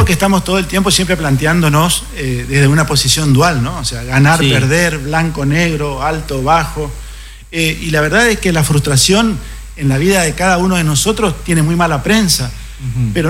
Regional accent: Argentina; Porque también nosotros como argentinos tenemos esta gesta malvinense

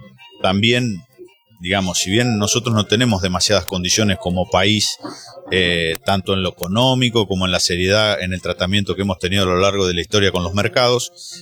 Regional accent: Santa Fe, Argentina; yo soy de Santa Fe

